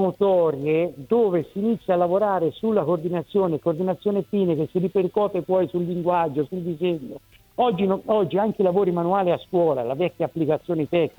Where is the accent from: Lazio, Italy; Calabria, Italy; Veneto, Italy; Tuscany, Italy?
Tuscany, Italy; da toscano non si lascia fare le battute